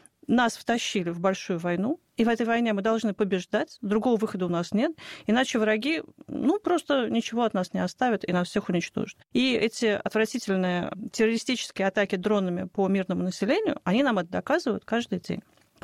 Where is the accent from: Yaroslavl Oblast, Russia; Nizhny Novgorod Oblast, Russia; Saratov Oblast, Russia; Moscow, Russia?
Moscow, Russia; Я вот коренная москвичка, для меня Никитская.